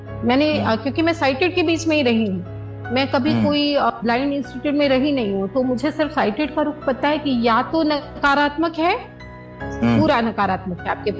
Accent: Jharsuguda, Odisha, India

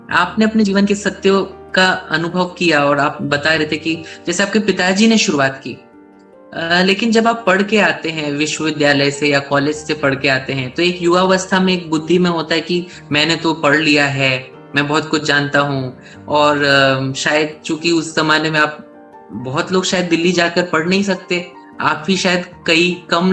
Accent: Chhattisgarh, India; born there; मैं छत्तीसगढ़ में पैदा हुआ हूँ, अमरकंटक बिलासपुर के बिल्कुल नजदीक है

